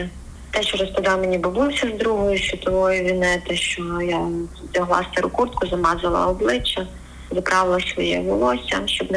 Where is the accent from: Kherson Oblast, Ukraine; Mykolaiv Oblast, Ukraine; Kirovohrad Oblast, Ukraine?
Kherson Oblast, Ukraine; Oleshky; moved away as an adult; Я з міста Олешка. Це місто, де я народилася, де я жила до повномасштабної війни, де народилася моя донечка, зробила свої перші кроки і пішла в садок, але не встигла піти у школу. Це моє рідне місто Олешка.